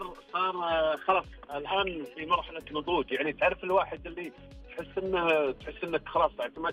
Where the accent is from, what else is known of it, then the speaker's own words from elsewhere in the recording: Riyadh, Riyadh Province, Saudi Arabia; born there; moved away as an adult; also born or lived in Eastern Province; يعني اول مره في عمري اني اطلع من الرياض بسياره